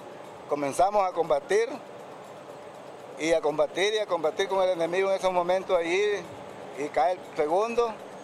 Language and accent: Spanish; Siuna, North Caribbean Coast Autonomous Region, Nicaragua; Yo soy de Ciuna.